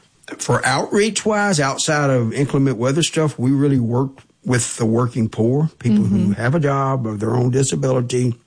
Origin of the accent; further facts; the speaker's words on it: Sunset Acres, Louisiana, United States; You know, I was born and raised. I was raised in Sunset Acres